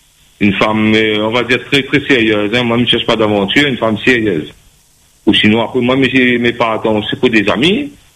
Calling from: Saint-Denis, Réunion; mais je suis à Saint-Denis.

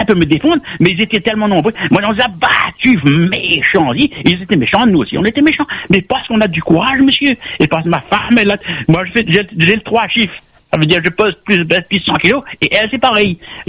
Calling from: Réunion; je suis réunionnais

